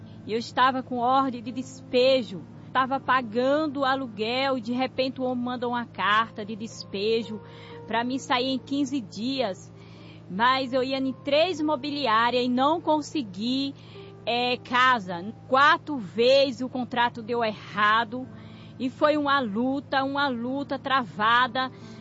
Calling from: São Paulo, Brazil; Eu sou de São Paulo.

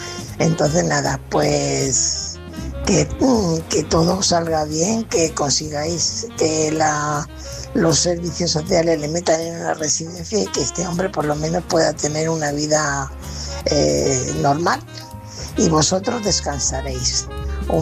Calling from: Fuenlabrada, Community of Madrid, Spain; Hola, buenas noches, Álvaro … corresponsal de Fuenlabrada.

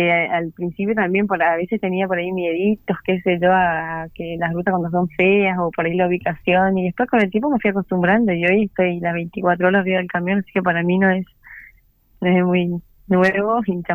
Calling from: Misiones, Argentina; De Misiones.

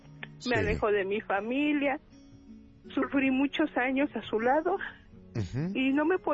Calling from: Texcoco, State of Mexico, Mexico; De Texcoco, Estado de México.

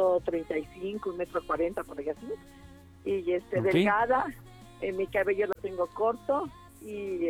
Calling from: Tecámac, State of Mexico, Mexico; Desde el estado de Tecama.

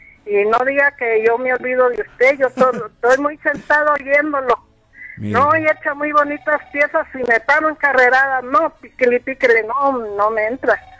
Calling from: Felipe Carrillo Puerto, Villa de Cos, Zacatecas, Mexico; Acá de Felipe Carrillo, Puerto Villa de Cos.

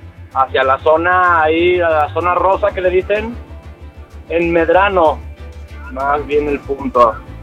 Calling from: Mexico City, Mexico; De aquí, de la Ciudad de México.

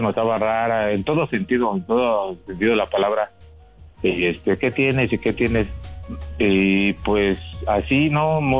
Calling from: Naucalpan, State of Mexico, Mexico; Ella vive en Chimalhuacán y yo vivo en Naucalpan.

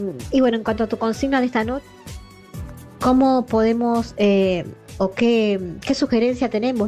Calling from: Buenos Aires, Argentina; de Capital.

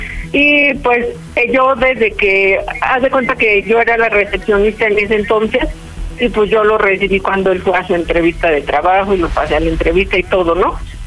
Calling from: Atenco, State of Mexico, Mexico; Tengo 42 años y soy de Atenco, Estado de México.

